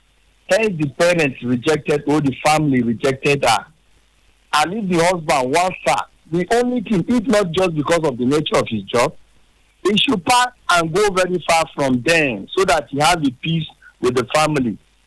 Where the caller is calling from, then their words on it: Port Harcourt, Rivers, Nigeria; I'm calling from Port Harcourt.